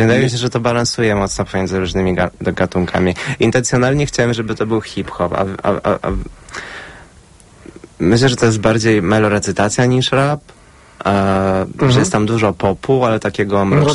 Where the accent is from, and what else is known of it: Kielce, Świętokrzyskie Voivodeship, Poland; born or raised there